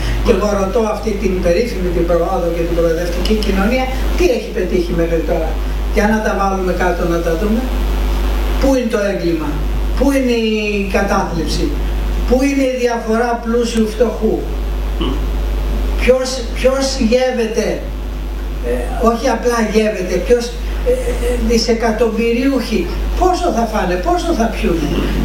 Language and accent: Greek; Greece